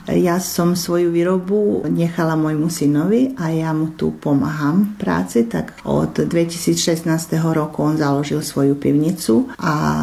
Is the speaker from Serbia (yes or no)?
no; Ilok, Vukovar-Srijem County, Croatia; also born or lived in Nitra, Slovakia; lebo predsa sme my tu už dlho rokov v Iloku. Ako máme pôvod zo Slovenska